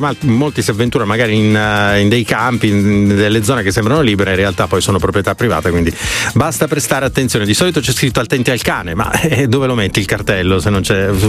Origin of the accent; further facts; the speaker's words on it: Piedmont, Italy; dalle mie parti anche le valli del Verbano